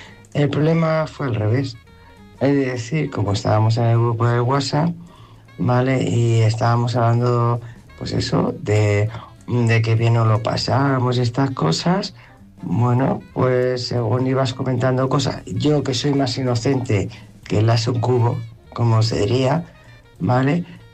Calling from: Madrid, Community of Madrid, Spain; de Madrid

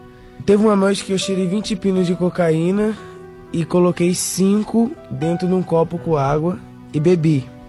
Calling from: São Bernardo do Campo, São Paulo, Brazil; sou de São Bernardo do Campo

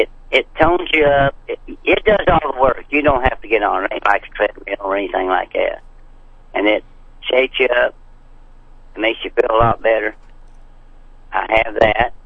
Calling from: Franklin, Missouri, United States; Franklin, Missouri.

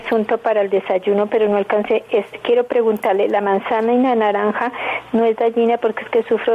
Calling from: Bogotá, Colombia

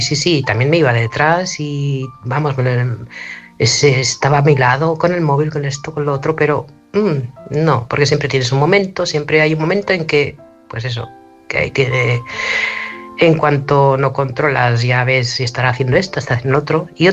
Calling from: Barcelona, Catalonia, Spain; Hola, buenas noches. … de Barcelona.

